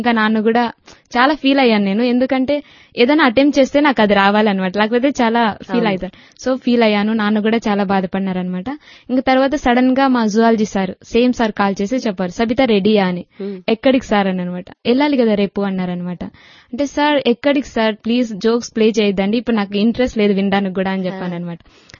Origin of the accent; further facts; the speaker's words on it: Andhra Pradesh, India; moved away as an adult; మాది అనంతపూర్ పక్కన ఒక పల్లెటూరు, అక్కడ నుంచి ఫస్ట్ సిటీకి రావడం ఫస్ట్ టైం.